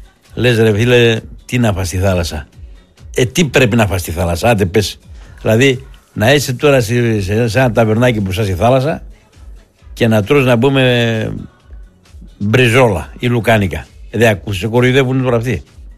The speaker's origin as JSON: {"language": "Greek", "town": "Thessaloniki", "region": "Central Macedonia", "country": "Greece", "said": "Δηλαδή, άμα το μάθει το παιδί από πού είστε και πού είμαι από τη Θεσσαλονίκη"}